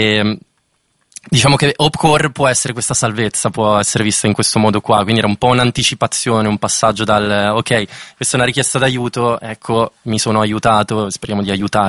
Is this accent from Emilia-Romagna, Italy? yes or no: yes; Rimini, Emilia-Romagna, Italy; Io sono cresciuto in campagna, a Rimini, nella campagna riminese